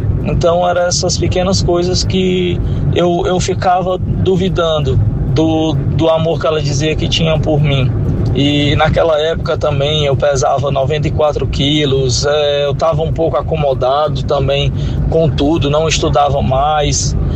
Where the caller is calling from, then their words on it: Fortaleza, Ceará, Brazil; Aqui quem tá falando é … falo de Fortaleza, Ceará.